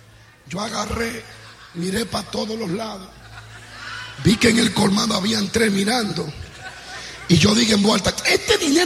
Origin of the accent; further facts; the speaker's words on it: Dominican Republic; Y cuando yo veo el dinero, como dominicano tigre en ese tiempo, cristiano pero sabio, yo dije